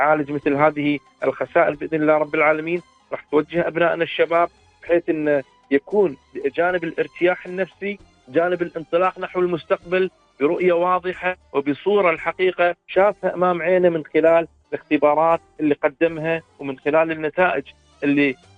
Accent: Kuwait; ديرتنا الحبيبة الكويت

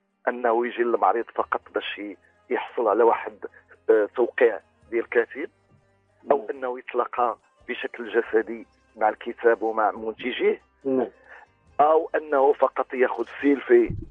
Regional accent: Morocco

